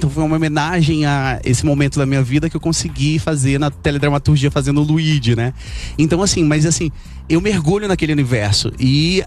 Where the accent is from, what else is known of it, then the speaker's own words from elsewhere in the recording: Brasília, Federal District, Brazil; Olha, eu saí da periferia de Brasília, eu sou da Quebrada, né? Eu sou da Samambaia Norte